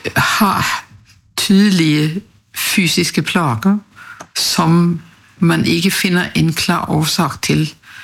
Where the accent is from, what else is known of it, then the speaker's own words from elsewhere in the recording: Copenhagen, Capital Region, Denmark; moved away as an adult; now in Norway; Jeg er fra Danmark, København, og jeg studerte medisin i Danmark. Og vi fant hverandre i Danmark, og jeg ble med til Norske.